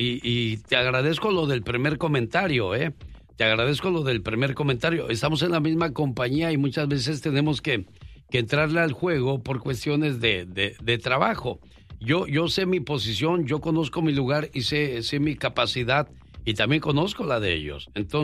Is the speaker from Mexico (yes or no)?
yes; Guanajuato, Mexico; moved away as an adult; Yo soy su mamá … Tengo tres hijos, soy de México, Guanajuato.